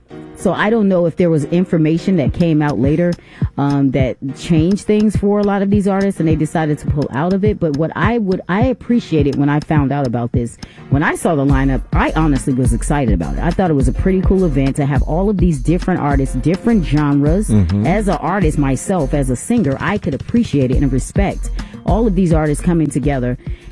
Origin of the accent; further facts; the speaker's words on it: United States; We are American.